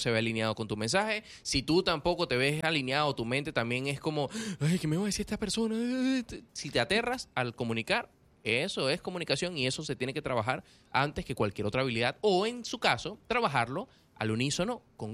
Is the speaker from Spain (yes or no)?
no; Venezuela; este es mi país